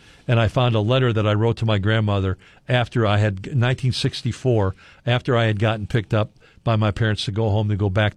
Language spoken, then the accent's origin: English; Lamont, United States; Except that in where I grew up in Lamont, population 5,000, we had three Catholic grammar schools.